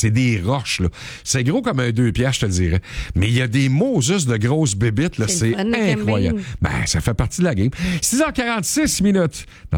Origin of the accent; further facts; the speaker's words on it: Quebec, Canada; Vous êtes en vacances chez nous en Outaouais.